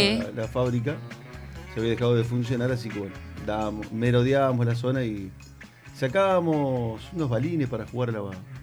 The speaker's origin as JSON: {"language": "Spanish", "town": "Paraná", "region": "Entre Ríos", "country": "Argentina", "tie": "born or raised there", "said": "Kilómetro 3, Bajada Grande"}